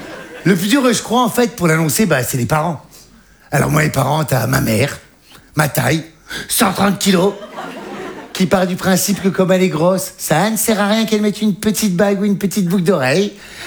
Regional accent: Hauts-de-France, France; là d'où je viens, c'est bien. Parce que moi, j'ai un petit village du Nord, là-haut, là, tu sais, à la frontière belge.

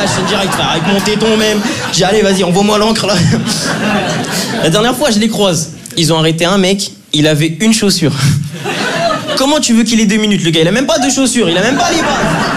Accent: Draguignan, Provence-Alpes-Côte d'Azur, France; now in Lyon, France; c'est que moi, je viens de Draguignan. Donc, partout où je suis en France, je suis content d'être là

